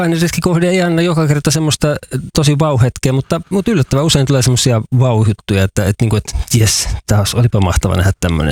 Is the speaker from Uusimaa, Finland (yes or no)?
yes; Vantaa, Uusimaa, Finland; now in Kainuu, Finland; Mä oon siis Vantaalta kotoisin, vaikka asun nykyään Kainuussa.